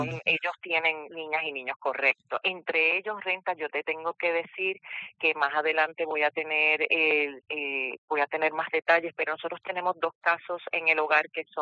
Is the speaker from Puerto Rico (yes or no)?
yes; Puerto Rico; nosotros aquí en nuestro país tenemos tan de cerca la necesidad